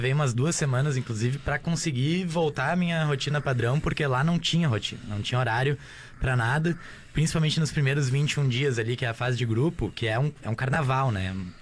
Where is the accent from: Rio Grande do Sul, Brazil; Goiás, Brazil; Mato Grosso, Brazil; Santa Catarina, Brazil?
Rio Grande do Sul, Brazil; Eu sou um gaúcho, eu ainda sou gaúcha mesmo, entendeu?